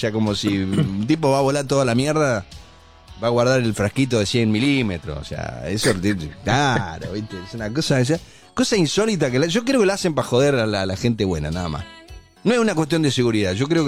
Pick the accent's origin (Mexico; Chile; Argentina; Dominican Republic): Argentina; vos como argentino te adelantás a todo, somos supervivientes.